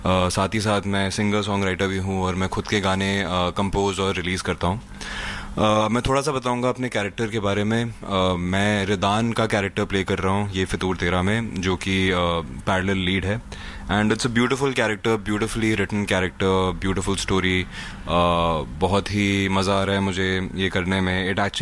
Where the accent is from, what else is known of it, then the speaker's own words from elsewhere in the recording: Delhi, India; moved away as an adult; also born or lived in New York; now in Mumbai, India; मैं दिल्ली से हूँ। मैंने अराउंड जब मैं 17 साल का था तब तक मैं दिल्ली में था। उसके बाद मैं पढ़ाई के लिए चला गया था न्यूयॉर्क पढ़ने के लिए एंड कॉलेज के लिए। वहाँ पे मैं था अबाउट 4-5 ईयर्स। फिर मैं वापस आया और मैं बॉम्बे शिफ्ट हो गया।